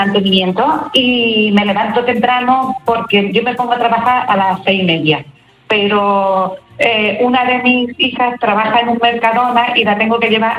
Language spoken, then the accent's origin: Spanish; Tarifa, Andalusia, Spain